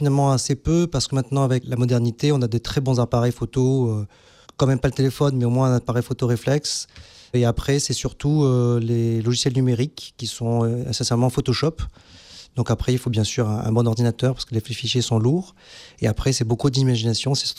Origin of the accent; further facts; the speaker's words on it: Montpellier, Occitanie, France; Je suis un Montpelliérain pure souche, donc j'ai toujours grandi en ville.